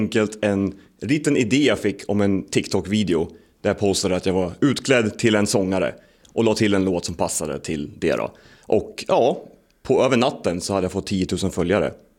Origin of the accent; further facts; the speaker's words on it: Sweden; Jag gillar inte, jag är för svensk för att säga det.